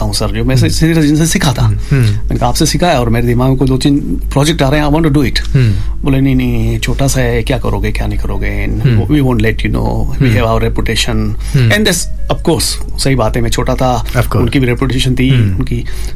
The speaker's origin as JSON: {"language": "Hindi", "town": "Udaipur", "region": "Rajasthan", "country": "India", "tie": "born or raised there"}